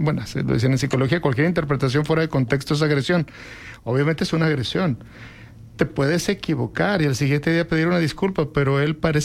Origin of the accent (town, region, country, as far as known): Mexico